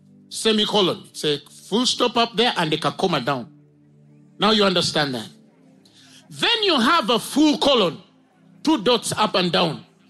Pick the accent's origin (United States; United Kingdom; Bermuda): United Kingdom; I'm British, so we are semicolon.